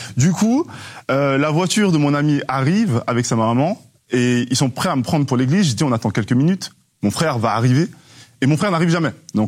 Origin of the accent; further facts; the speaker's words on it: Switzerland; Donc, une fois, je viens de la Suisse, un pays que j'aime énormément